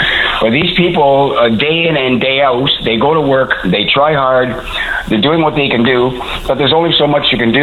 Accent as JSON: {"language": "English", "town": "Toronto", "region": "Ontario", "country": "Canada", "tie": "born or raised there", "also_born_or_lived": "British Columbia", "moved": "yes", "lives_now": "Newfoundland, Canada", "said": "I grew up in Toronto, and I was put in foster care at the age of 6"}